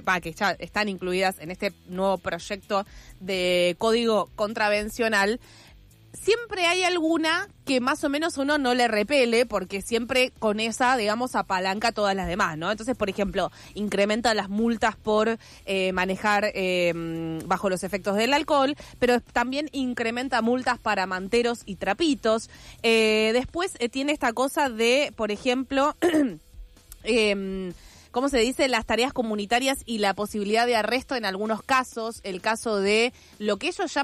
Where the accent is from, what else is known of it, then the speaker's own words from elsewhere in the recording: Buenos Aires, Argentina; soy del barrio de Flores, hay mucha gente viviendo en la calle